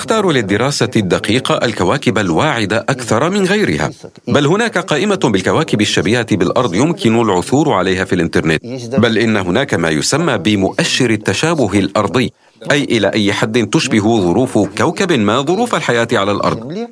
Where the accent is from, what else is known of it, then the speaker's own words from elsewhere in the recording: Russia; بلدنا روسيا كبير،